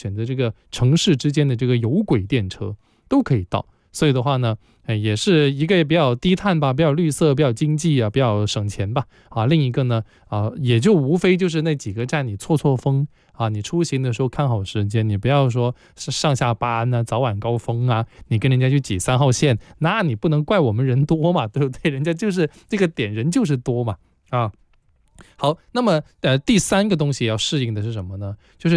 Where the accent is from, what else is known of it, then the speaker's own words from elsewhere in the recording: Guangzhou, Guangdong, China; 我们作为几十年这个土生土长的广州仔